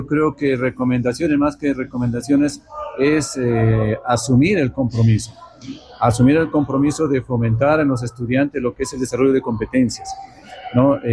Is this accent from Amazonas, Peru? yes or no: no; Cutervo, Cajamarca, Peru; yo soy cutervino, amo mi tierra